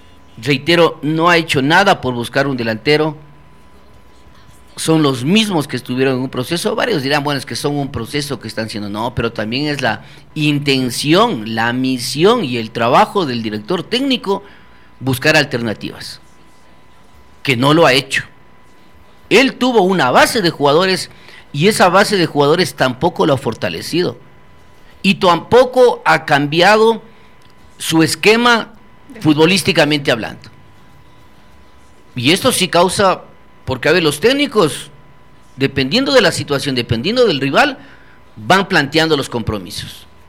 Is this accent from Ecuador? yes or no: yes; Ecuador; como ecuatorianos que somos